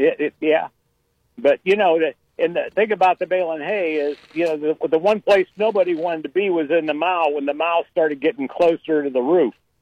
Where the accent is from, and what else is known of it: Green, Ohio, United States; born or raised there